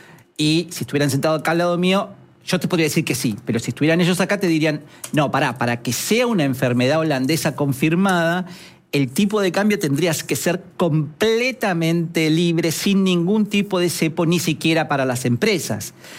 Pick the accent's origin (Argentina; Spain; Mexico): Argentina; Te transmite una paz que los argentinos no tenemos. ¿Viste esa intensidad que tenemos nosotros para hablar, para organizar? Somos medio italianos en todo sentido.